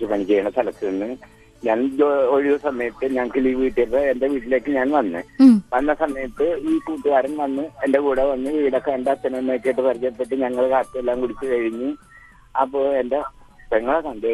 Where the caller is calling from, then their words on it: Puthuvype, Kerala, India; Puthuvype.